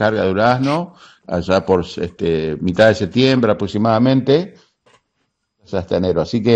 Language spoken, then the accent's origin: Spanish; San Pedro, Buenos Aires Province, Argentina; also born or lived in Entre Ríos; Del 68 aproximadamente estoy acá en San Pedro.